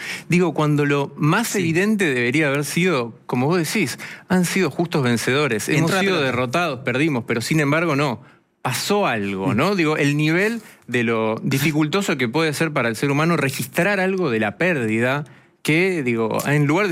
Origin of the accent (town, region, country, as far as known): Argentina